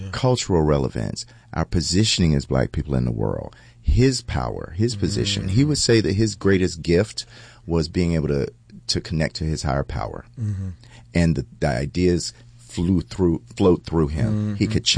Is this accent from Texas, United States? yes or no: no; Atlanta, Georgia, United States; I'm from Atlanta, Georgia.